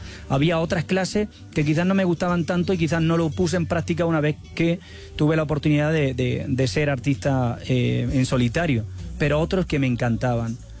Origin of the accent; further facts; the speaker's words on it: southern Spain, Spain; con sus composiciones y con su sonido de mi tierra, del sur de España.